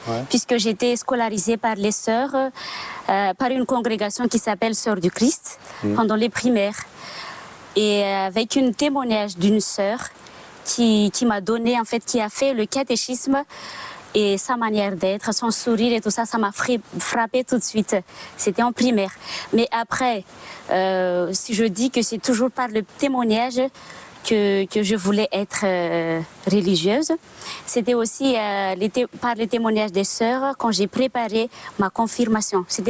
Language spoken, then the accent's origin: French; Madagascar; Je suis plutôt au centre de Madagascar, ouais. Mais de la capitale, là où il y a Antananarivo, j'habite à 90 km vers le sud.